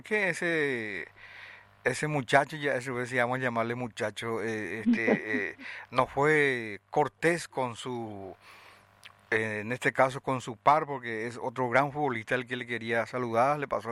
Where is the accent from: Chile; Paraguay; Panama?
Paraguay